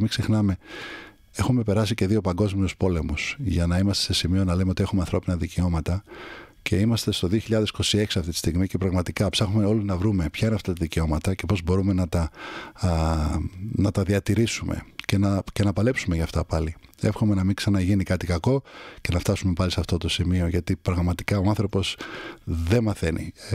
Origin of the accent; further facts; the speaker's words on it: Kaminia, Attica, Greece; δίπλα ακριβώς από εκεί που μεγάλωσα εγώ στα Καμίνια.